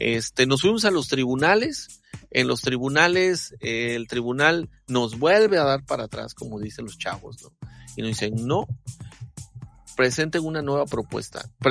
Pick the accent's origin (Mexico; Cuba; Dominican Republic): Mexico; todos somos mexicanos